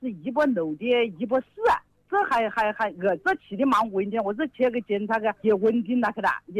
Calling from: Xiantao, Hubei, China; 我们是仙桃罗宾的人。

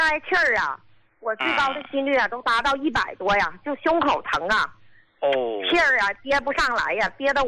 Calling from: Qinhuangdao, Hebei, China; 我是秦皇岛的，

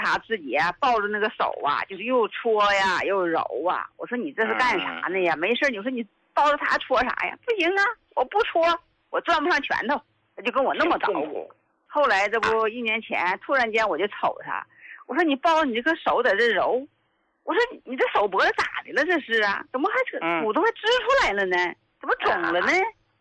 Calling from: Jiangsu, China; 我是江苏的，今天来呢，就是我来替我老伴儿来反馈来了。

